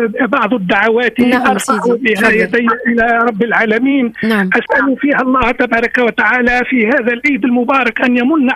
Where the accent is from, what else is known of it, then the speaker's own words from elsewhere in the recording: Tunisia; بلادنا تونس